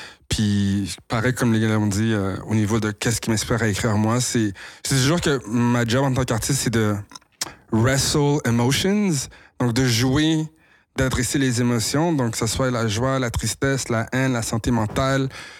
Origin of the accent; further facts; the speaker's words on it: Ontario, Canada; on vient de l'Ontario, mais on a les Caraïbes dans le sang.